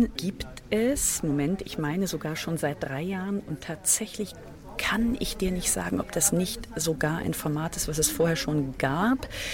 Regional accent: Berlin, Germany; born there; Ich bin auch gebürtige Berlinerin, also ich fühle mich hier zu Hause.

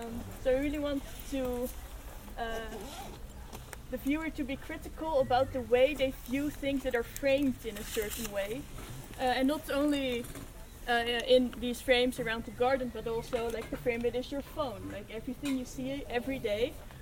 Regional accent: Netherlands; English is a second language; Yeah, I will be doing it in English, because I'm from the Netherlands. So my German is not that good.

